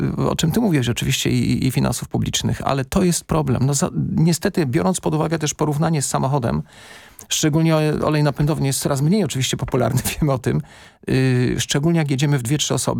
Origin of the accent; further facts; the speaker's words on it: Kraków, Lesser Poland, Poland; Ja z Krakowa jestem